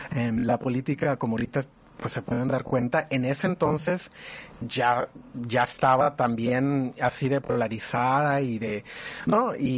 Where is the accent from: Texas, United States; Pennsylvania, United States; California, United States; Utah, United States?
California, United States; Los Angeles; crecí en Los Ángeles